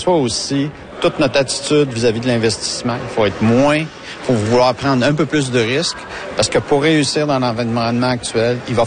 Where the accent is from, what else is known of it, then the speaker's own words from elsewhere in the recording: Canada; en tant que Canadien, francophone ou anglophone